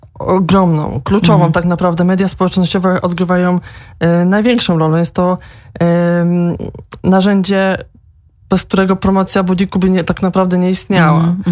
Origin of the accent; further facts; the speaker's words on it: Łódź, Łódź Voivodeship, Poland; now in Cork, Ireland; pochodzę z Łodzi. Jak wiadomo, jest to zagłębie włókiennictwa i to właśnie tam znajdują się największe hurtownie odzieżowe.